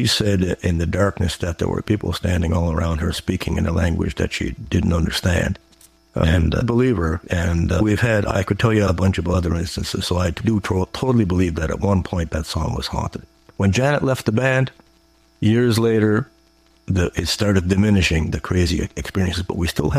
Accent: Rustico, Prince Edward Island, Canada; It was in my hometown of Rustica, where I'm talking to you from today

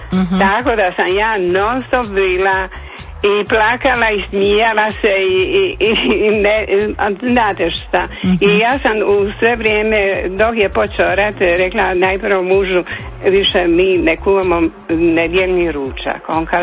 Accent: Šibenik, Šibenik-Knin County, Croatia; moved away as an adult; now in Rijeka, Croatia; ja vas zovem iz Rijeke, ali ja sam iz Šibenika. Uh-huh. Sa 20 godina da sam došla sa mužem

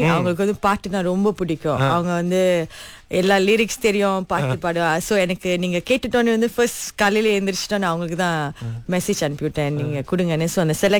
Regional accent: Kuala Lumpur, Federal Territory of Kuala Lumpur, Malaysia; Okay, நான் பிறந்து வளர்ந்ததெல்லாம் கோலாலம்பூர்ல தான். இங்கதான் எல்லாமே.

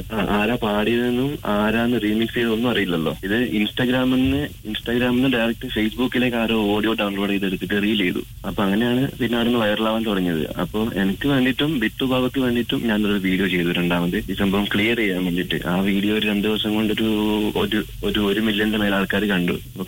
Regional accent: Kasaragod district, Kerala, India; now in Sharjah, United Arab Emirates; നാട്ടില് ഞാൻ കാസർഗോഡ് ജില്ലയാണ്, തിരിക്കുളം എന്ന് പറയുന്നത് ഗ്രാമം, നീലേശ്വരത്തിന്റെ അടുത്തായിട്ട് വരും.

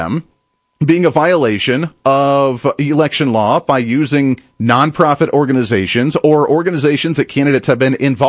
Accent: Kansas, United States; I want to bring it to Kansas, where my home state is

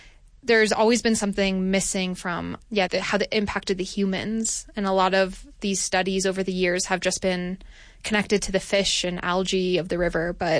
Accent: Durango, Colorado, United States; growing up in Durango

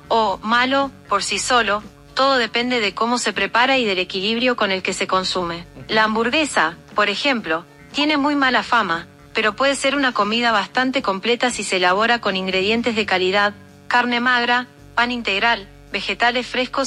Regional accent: Argentina; la argentina más mexicana.

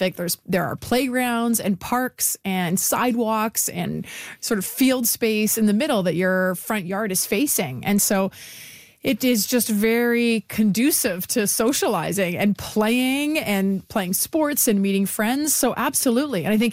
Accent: Winnipeg, Manitoba, Canada; moved away as an adult; also born or lived in Boston; now in Mississauga, Canada; so many amazing memories for me growing up in Wildwood Park. And I just think at every stage of my life, you know, Winnipeg and Manitoba has played a very important role in my path.

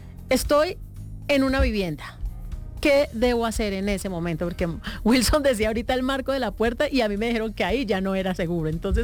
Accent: Cali, Valle del Cauca, Colombia; yo soy de Cali, también tuve muchas pérdidas, por fortuna solamente materiales

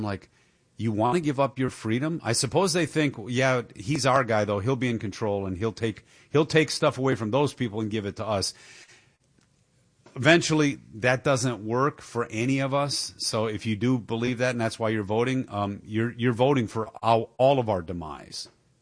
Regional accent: Michigan, United States; moved away; I think that's happening in my home state. My original home state. I don't live there now, obviously. But Michigan.

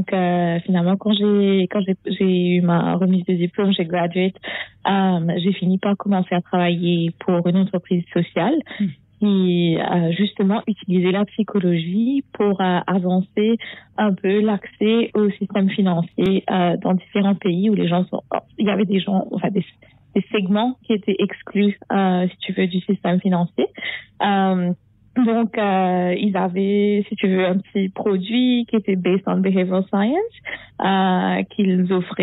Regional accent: Vacoas, Plaines Wilhems, Mauritius; moved away as an adult; now in New York, United States; Je suis née à Vakwa j'ai grandi à Maurice. Enfin, j'étais à l'école, au MGI, à Dr. Maurice Curé. Et ensuite, j'ai quitté Maurice quand j'avais 19 ans pour mes études aux États-Unis.

